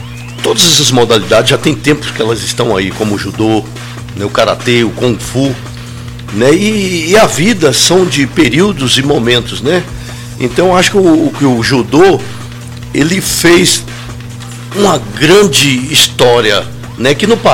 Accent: Bahia, Brazil; also born or lived in Belo Horizonte / Triângulo Mineiro; Não, sou baiano, nascido em Cacho de Pedra, alguns quilômetros.

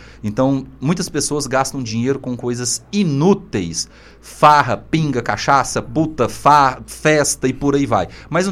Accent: Aragarças, Goiás, Brazil; nascido e criado ali em Aragarças, na beira do rio Araguaia.

